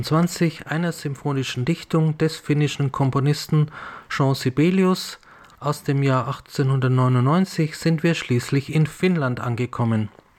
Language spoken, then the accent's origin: German; Bavaria, Germany; born there; Dem brauche ich als gebürtige Franke nichts mehr hinzuzufügen